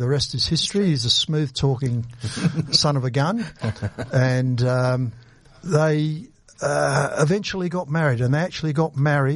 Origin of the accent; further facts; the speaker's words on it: Port Pirie, South Australia, Australia; born there; I was born in Port Pirie.